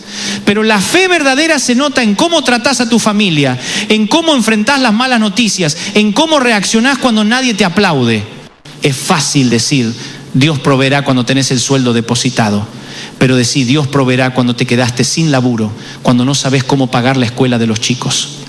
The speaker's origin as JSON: {"language": "Spanish", "region": "Buenos Aires", "country": "Argentina", "tie": "born or raised there", "said": "cuando era chico, allá en Buenos Aires"}